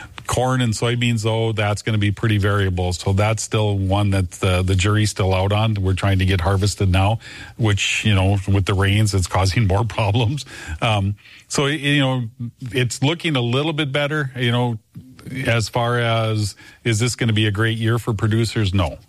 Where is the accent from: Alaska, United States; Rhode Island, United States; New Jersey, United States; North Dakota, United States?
North Dakota, United States; Milnor; Okay, well, I born and raised in North Dakota, farm in southeast part of the state, down by Milner. Went to high school at Milner